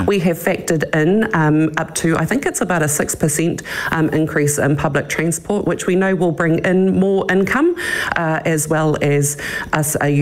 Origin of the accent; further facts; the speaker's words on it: Northland, New Zealand; I come from Northland, so there are areas in Northland that don't have public transport.